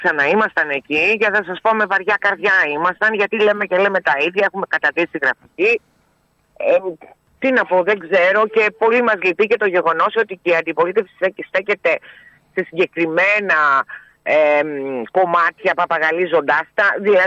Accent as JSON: {"language": "Greek", "town": "Athens", "region": "Attica", "country": "Greece", "said": "Είμαστε από την Αθήνα."}